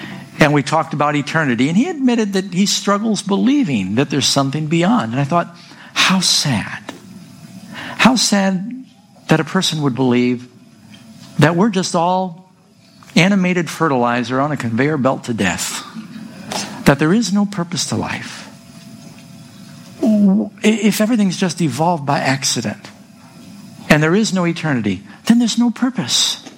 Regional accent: New York City, New York, United States; Because I grew up in New York City, big city.

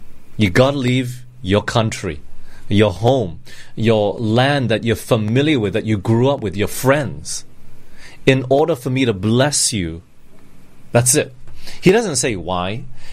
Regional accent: Australia; also born or lived in Singapore / Malaysia / England; I grew up in Australia for 10 years. It's not all my life. I've jumped around. I was born in Singapore. Then we moved to Malaysia for 2 years. And we went to England for 5 years.

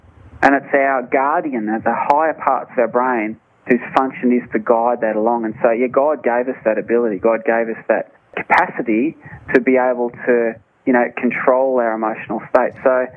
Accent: Australia; But I call it, because I'm a simple man, I call it, because I'm Australian, yes. I'm a simple Australian man

